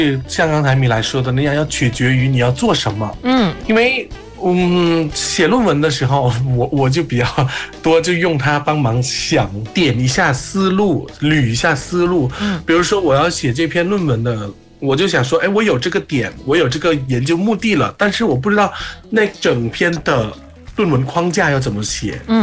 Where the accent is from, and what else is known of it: Thailand